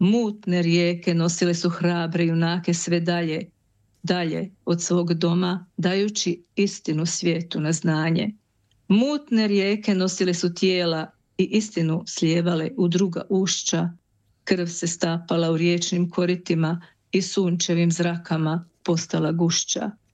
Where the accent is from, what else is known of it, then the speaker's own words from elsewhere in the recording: Croatia; now in Vienna, Austria; ja sam iz Hrvatske, ja sam sa djetetom, sa kćerkom sam pričala samo engleski na ulici.